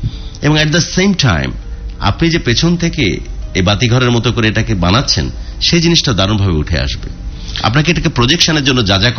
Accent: Bangladesh; একজন বাঙালি হিসাবে বা একজন বাংলাদেশি হিসাবে।

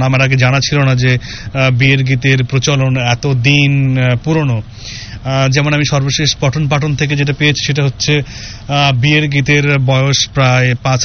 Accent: Rajshahi Division, Bangladesh; আমি আসলে বেড়ে উঠেছি বগুড়ার একটি গ্রামে এবং সেই গ্রামে একটা সময় খুব বেশি লোকজ সংস্কৃতি ছিল।

